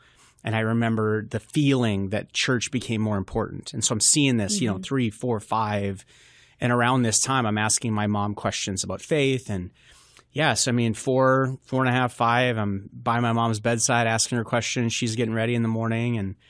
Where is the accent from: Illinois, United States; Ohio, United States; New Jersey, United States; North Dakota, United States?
North Dakota, United States; So I mentioned a little bit, but I'm from North Dakota, which I know people watching this, that's like a common vacation spot for a lot of people.